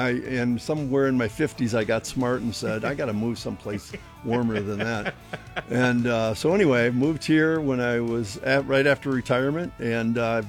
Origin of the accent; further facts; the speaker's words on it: Michigan, United States; moved away as an adult; Born and raised in Michigan.